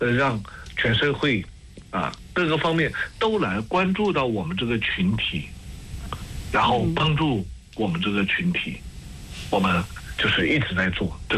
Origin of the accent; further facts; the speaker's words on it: China; 我们中国人口的基数大